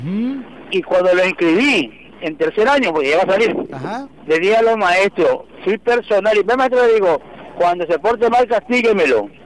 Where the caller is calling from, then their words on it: Comalcalco, Tabasco, Mexico; Soy de Comalcalco, pero estoy trabajando en Paraíso.